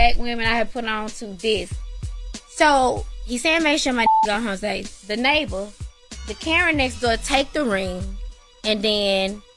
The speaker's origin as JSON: {"language": "English", "region": "Tennessee", "country": "United States", "said": "I am from Tennessee."}